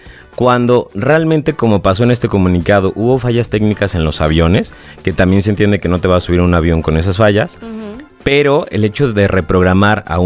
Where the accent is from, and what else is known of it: Mexico